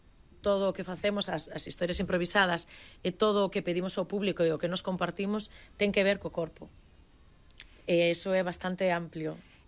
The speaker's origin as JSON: {"language": "Galician", "town": "Xeve", "region": "Galicia", "country": "Spain", "said": "Eu son de Xevé."}